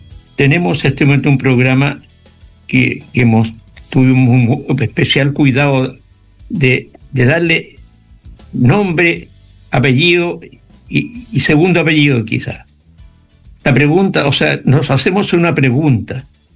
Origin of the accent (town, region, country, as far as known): Chile